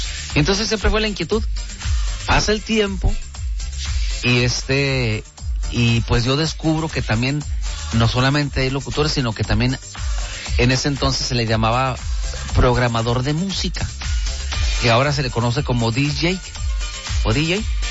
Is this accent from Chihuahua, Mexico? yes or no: yes; Chihuahua, Mexico; No, pues que yo vengo de Chihuahua.